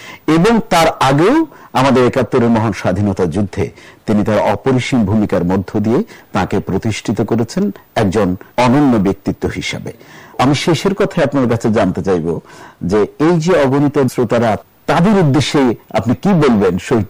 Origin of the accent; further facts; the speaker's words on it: Bangladesh; আমরা বাংলাদেশী